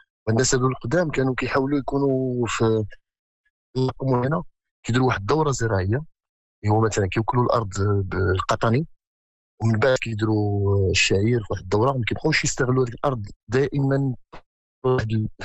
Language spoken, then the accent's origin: Arabic; Morocco; حنا كمغاربه